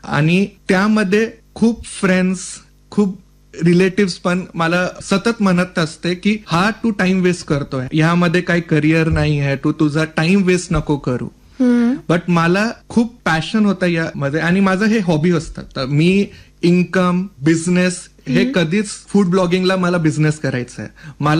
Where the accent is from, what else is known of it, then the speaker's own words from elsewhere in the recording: Chhatrapati Sambhajinagar, Maharashtra, India; also born or lived in Sagar, India; माझा birth place सागर मध्य प्रदेशला आहे, पण माझी जन्मभूमी मध्य प्रदेश आहे, पण माझी कर्मभूमी महाराष्ट्र आहे. तर अगदी from my Kinder garden I am staying in Sambhajinagar only.